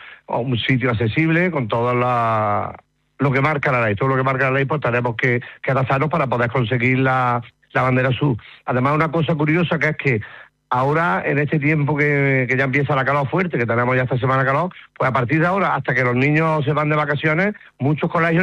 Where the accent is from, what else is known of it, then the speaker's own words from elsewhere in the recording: Córdoba, Andalusia, Spain; Somos de Córdoba y sabemos las temperaturas que hace en invierno.